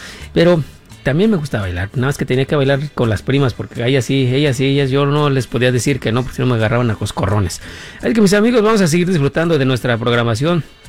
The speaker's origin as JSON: {"language": "Spanish", "region": "Mexico City", "country": "Mexico", "said": "Allá, bueno, yo soy de la Ciudad de México. Y allá en los noventas había veces que los bailes, las pachanguanas buenas se hacían en la calle, las posadas y todo eso."}